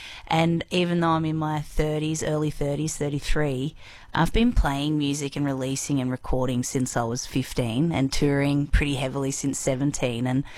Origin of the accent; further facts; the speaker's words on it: Moonbi, New South Wales, Australia; now in Nundle, Australia; we grew up in Moonbi